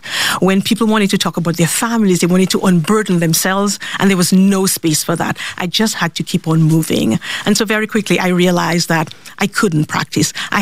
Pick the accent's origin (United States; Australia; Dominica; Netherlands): Dominica; born or raised there